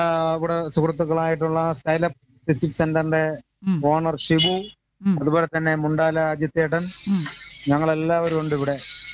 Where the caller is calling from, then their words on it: Poovachal, Kerala, India; ഞാൻ പൂവച്ചൽ നിന്നാണ്